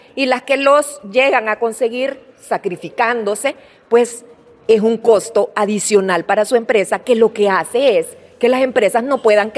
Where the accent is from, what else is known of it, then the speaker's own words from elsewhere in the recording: Honduras; nos terminan afectando a todos como hondureños